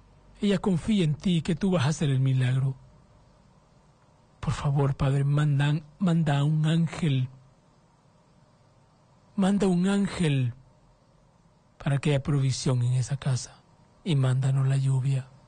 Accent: Honduras

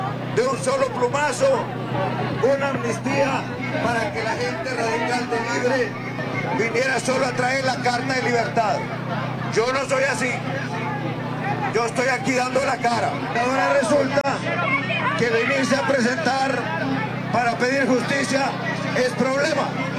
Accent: Honduras; me estoy sometiendo como cualquier hondureño

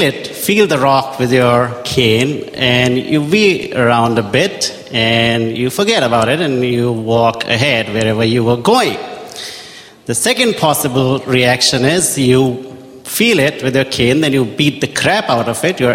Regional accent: Orlando, Florida, United States; I'm from Orlando, Florida, a wonderful place where you all be there next year.

